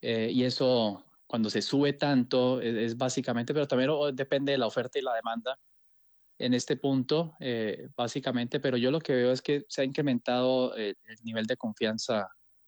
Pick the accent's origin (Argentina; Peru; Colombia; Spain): Colombia; Como colombianos tenemos que tener acciones, tenemos que acostumbrarnos a esa cultura de prosperar